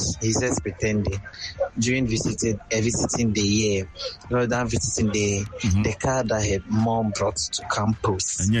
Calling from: Jamestown, Greater Accra, Ghana; Hi, Elvis. Good afternoon. … I'm speaking from Jamestown.

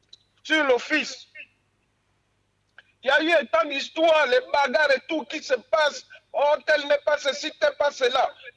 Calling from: Gabon; nous sommes Gabonais

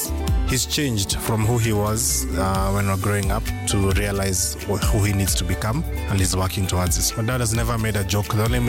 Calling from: Nairobi, Kenya; I'm from Langata.

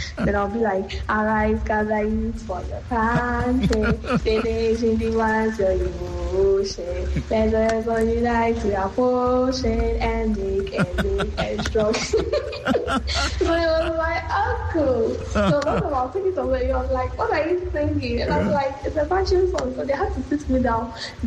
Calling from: Dansima, Ghana; I'm speaking from Dansima.

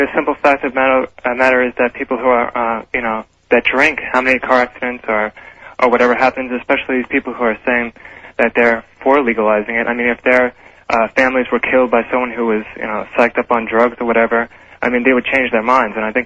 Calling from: Long Island, New York, United States

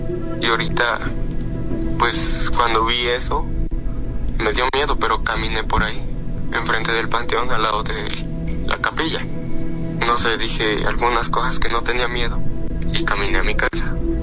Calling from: Tlayacapan, Morelos, Mexico; de Tlayacapan, Morelos.

